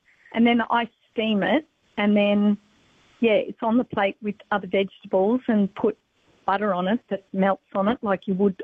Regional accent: Brisbane, Queensland, Australia; I grew up in Brisbane.

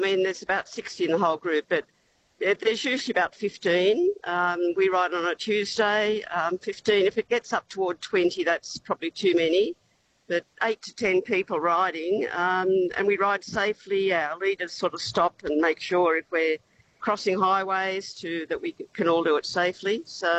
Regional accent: Kendal, New South Wales, Australia; because there's not many bike paths around Kendal, we're both from Kendal, we've joined the group from Port Macquarie

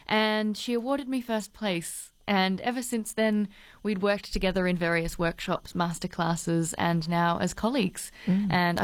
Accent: Australia; I was the artist from Australia, along with … who some of you might know as quite an accomplished pop singer.

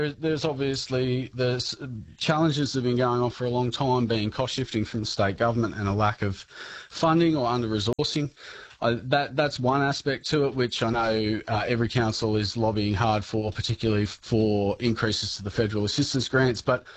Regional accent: Quirindi, New South Wales, Australia; I'm pretty well born and bred in Crindie. I've moved away for work and study a few times.

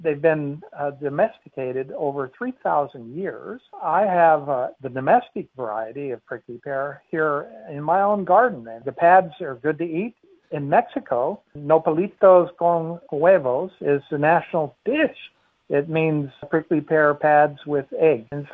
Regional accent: Australia; moved away as an adult; now in United States; as you can hear from my accent, I'm an American-born Australian, as I like to say, but living in America.

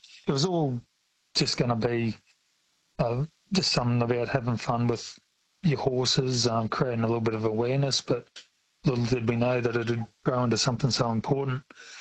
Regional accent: Australia; Being an Aussie, that's always been keen to have a go doing whatever you can yourself.

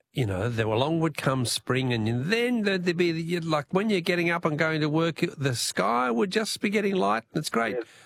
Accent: Tasmania, Australia; I remember when it first began, because I grew up in Tassie, as everyone knows, and they were the first state in Australia to ever have it.

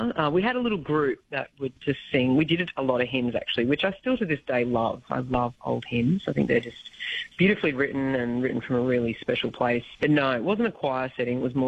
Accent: Queensland, Australia; I grew up in North Queensland, and I grew up in a church setting.

